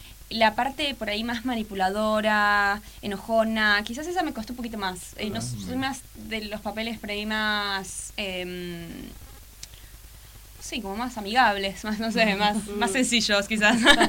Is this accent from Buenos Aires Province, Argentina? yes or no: yes; Zárate, Buenos Aires Province, Argentina; yo soy de Zárate en realidad, de zona norte de la provincia.